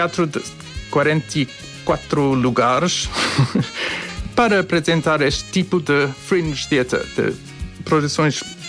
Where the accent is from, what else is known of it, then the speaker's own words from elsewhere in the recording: Cape Town, Western Cape, South Africa; Portuguese is a second language; now in Porto, Portugal; Eu acho a temperatura aqui no Porto muito, muito agradável, mas porque eu vim da Cidade do Cabo.